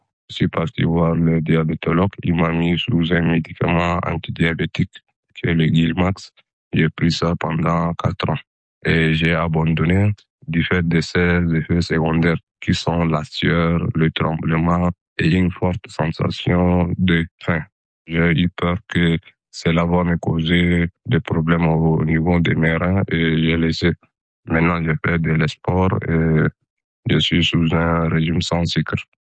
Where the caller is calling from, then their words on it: N'Djamena, Chad; j'ai 36 ans, j'habite à N'Djamena au Tchad.